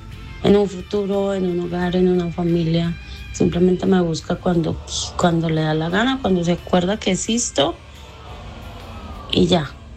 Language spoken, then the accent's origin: Spanish; Medellín, Antioquia, Colombia; Soy de Medellín.